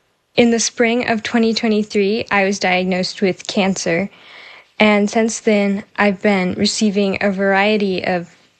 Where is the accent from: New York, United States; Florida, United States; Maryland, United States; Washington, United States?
Washington, United States; Seattle; I'm 16 years old and I'm from Seattle, Washington.